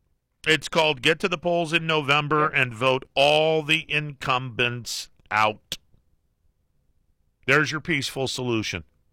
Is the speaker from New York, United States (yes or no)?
no; Mahoning Valley, Ohio, United States; I grew up in the Mahoning Valley